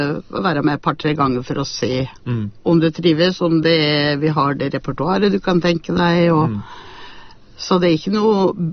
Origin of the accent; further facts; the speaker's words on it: Sigdal, Buskerud, Norway; jeg er opprinnelig fra Sigdal.